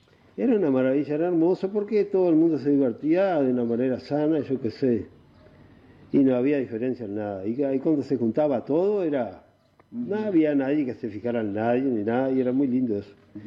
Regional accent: Vergara, Treinta y Tres, Uruguay; born there; also born or lived in Río Branco; nunca me gustó salir de acá, no sé por qué, pero viste que me gustaba mi pueblo, nomás tocar en mi pueblo, para la gente del pueblo de Vergara. Que es la gente mía, ¿viste? Y siempre me dediqué a tocar así en el pueblo mío.

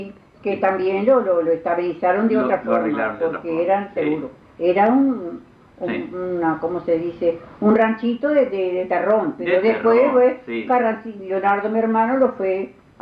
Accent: Vergara, Treinta y Tres, Uruguay; Nací acá en Vergara.

